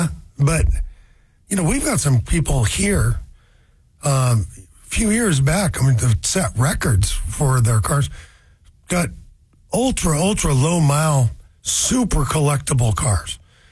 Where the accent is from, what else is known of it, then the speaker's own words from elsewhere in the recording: Seattle, Washington, United States; I bet I have mutual friends because I came from Ballard because, yeah, sure, you bet you we had fishing there.